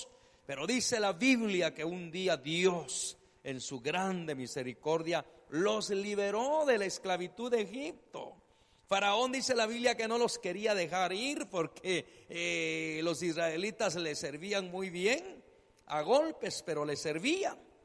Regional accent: Guatemala; como decimos acá en Guatemala

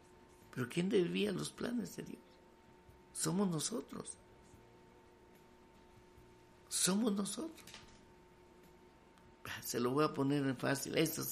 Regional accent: San Pedro Sacatepéquez, San Marcos, Guatemala; now in La Esperanza, Guatemala; Soy de San Marcos, San Pedro, Zacatepeques. Y cuando yo vine a La Esperanza, hermano, hace 30 y pico de años

